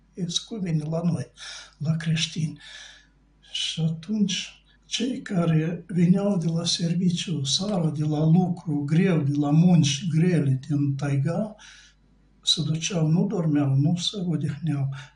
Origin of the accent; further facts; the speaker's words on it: Moldova; noi suntem moldoveni, basarabeni. Și în casă se vorbește limba noastră, nu se vorbește altă limbă.